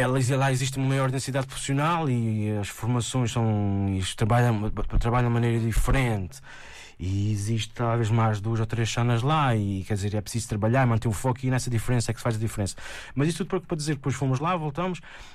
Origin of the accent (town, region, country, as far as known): Azores, Portugal